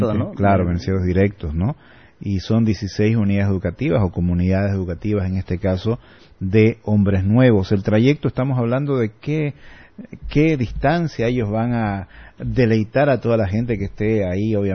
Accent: Santa Cruz, Bolivia; todos nosotros como cruceños, como bolivianos

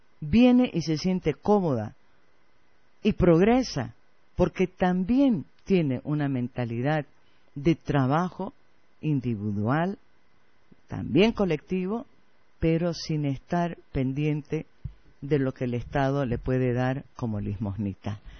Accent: Santa Cruz, Bolivia; los cambas tenemos una forma diferente de pensar o de actuar.

